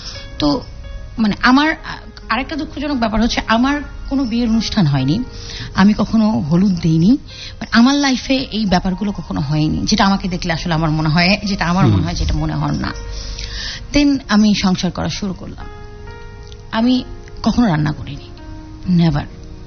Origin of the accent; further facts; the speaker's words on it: North Bengal, Bangladesh; moved away; নোয়াখালী এবং আমার হোমটাউন উত্তরবঙ্গ, দুইটা আসলে দুই রকম কালচারের।